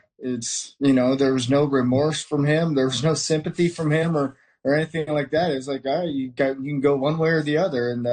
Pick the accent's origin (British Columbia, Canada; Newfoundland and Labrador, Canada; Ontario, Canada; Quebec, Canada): Ontario, Canada; Windsor; I grew up playing in Windsor Central. And then as I got older and I moved over to the Windsor Selects